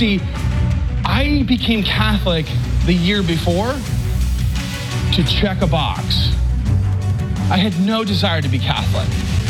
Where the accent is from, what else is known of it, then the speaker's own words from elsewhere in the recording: Scotland, United Kingdom; You see, I'm from Scotland. I have Scottish background. So we call it a kilt.